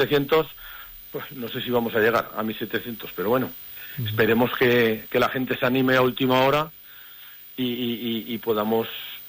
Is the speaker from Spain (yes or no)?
yes; Teruel, Aragon, Spain; yo también soy yo soy de la provincia de Teruel, yo soy de Teruel, ¿eh?